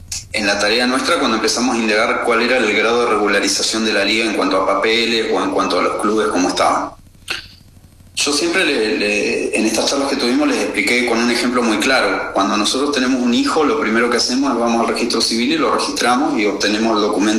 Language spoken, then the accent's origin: Spanish; Zapala, Neuquén, Argentina; en la ciudad de donde yo vengo a través de la delegación de personas jurídicas que tenemos en Zapala